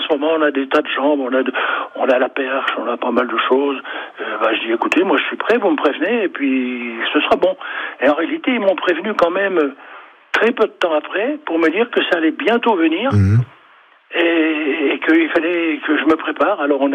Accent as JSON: {"language": "French", "town": "Nancy", "region": "Grand Est", "country": "France", "tie": "born there", "moved": "yes", "lives_now": "Carpentras, France", "said": "Oui, je suis né à Nancy."}